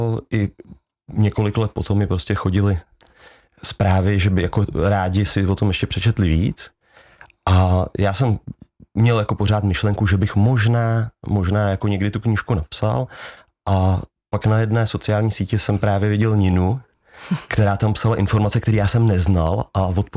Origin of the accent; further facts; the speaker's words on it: Tymákov, Plzeň Region, Czechia; A protože jsem z Tymákova